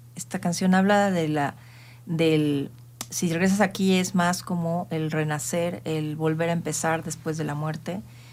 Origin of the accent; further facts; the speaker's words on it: Mexico; Yo soy mexicana.